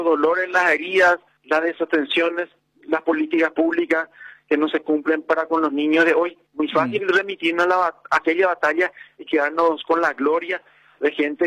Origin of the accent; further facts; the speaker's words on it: Paraguay; lo que nosotros somos como paraguayos.